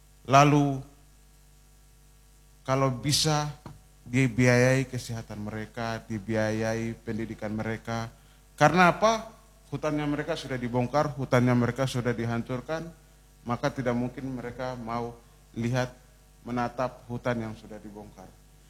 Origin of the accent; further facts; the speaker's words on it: South Papua, Indonesia; Khusus untuk kita di Kabupaten Merauke